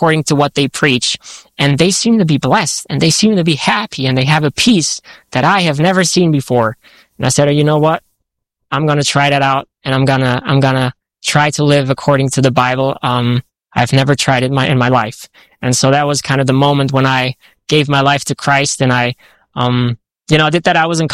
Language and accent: English; Germany; moved away; also born or lived in France; I grew up in that context, growing up in Germany most of my life. I was a little bit, I was in France too. My parents sent me to a high school in Paris.